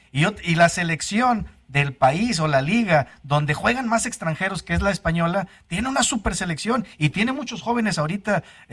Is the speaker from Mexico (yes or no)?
yes; Mexico; nosotros como mexicanos